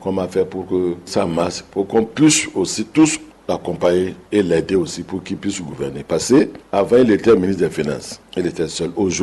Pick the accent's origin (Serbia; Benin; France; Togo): Benin; Nous tous ensemble, en tant que Béninois, si nous voulons qu'il travaille, il faut que nous nous mettons ensemble pour l'accompagner.